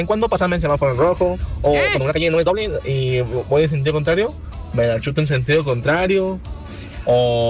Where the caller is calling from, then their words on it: Mexico; como buen mexicano